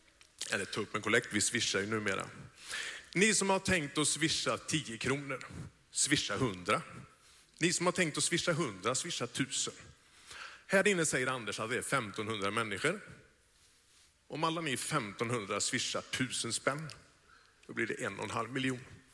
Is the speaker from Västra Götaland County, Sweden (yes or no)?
yes; Gillsta, Västra Götaland County, Sweden; Just Gillsta, där jag kommer ifrån, där har vi en liten ekumeniaförsamling. Vi är 28 medlemmar.